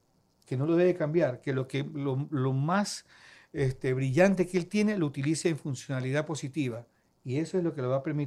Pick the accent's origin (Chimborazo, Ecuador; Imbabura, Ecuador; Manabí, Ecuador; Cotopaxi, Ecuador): Manabí, Ecuador; Yo soy manabita.